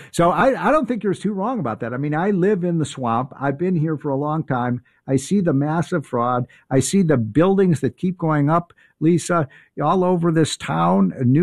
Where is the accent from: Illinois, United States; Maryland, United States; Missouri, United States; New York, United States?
Illinois, United States; Chicago; That's my hometown.